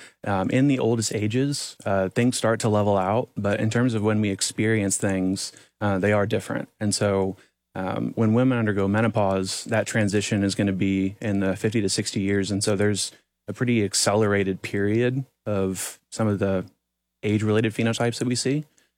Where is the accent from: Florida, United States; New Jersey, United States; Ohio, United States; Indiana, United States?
Indiana, United States; also born or lived in Lexington, Kentucky / Pittsburgh, Pennsylvania; So I'm from Northwest Indiana. So I went to Purdue University for undergraduate and master's.